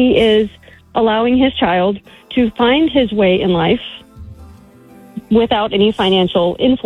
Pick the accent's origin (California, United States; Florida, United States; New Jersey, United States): Florida, United States; Bradenton; moved away as an adult; now in Palmetto, United States; Born and raised in Braden Tucky, moved to Palm Ghetto about 20 years ago.